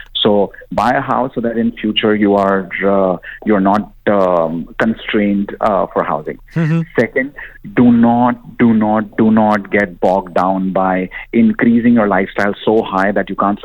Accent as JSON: {"language": "English", "town": "Mumbai", "region": "Maharashtra", "country": "India", "moved": "yes", "lives_now": "United Arab Emirates", "said": "I come from Mumbai"}